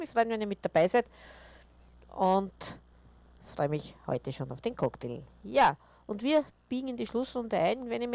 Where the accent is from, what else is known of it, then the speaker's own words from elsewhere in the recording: Vienna, Austria; dann seid ihr richtig, dann seid ihr bei mir beim … Und bevor die Wogen höher schlagen, bei uns in Österreich ist es ja im Moment Thema Nummer 1